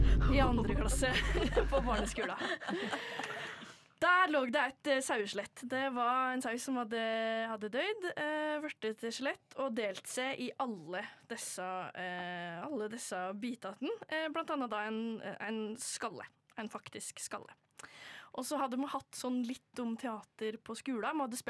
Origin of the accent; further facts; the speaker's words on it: Valdres, Innlandet, Norway; jeg er fra Valdres, og jeg er fra Gard. Det er verdens fineste gard som ligger i Bjørgokrysset i Valdres med en stor, stor haug.